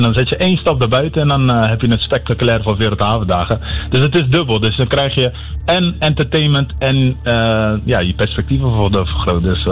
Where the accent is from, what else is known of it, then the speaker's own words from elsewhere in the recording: Rotterdam, South Holland, Netherlands; En ik ben zelf opgegroeid in Delfshaven.